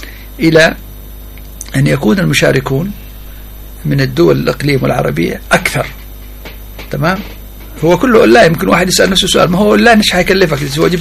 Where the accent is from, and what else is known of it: Yemen